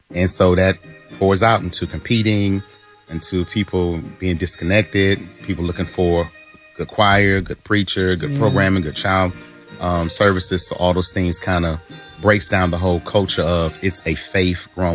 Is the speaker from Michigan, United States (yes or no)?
yes; Flint, Michigan, United States; now in Florida, United States; I'm from Flint.